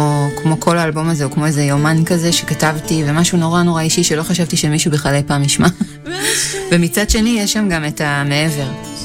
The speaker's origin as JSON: {"language": "Hebrew", "town": "Ein Hod", "region": "Haifa District", "country": "Israel", "tie": "born or raised there", "also_born_or_lived": "San Francisco / Tel Aviv", "said": "ואז ברגע שהתקבלה אנחנו בעצם עברנו לישראל וגדלתי בעין הוד."}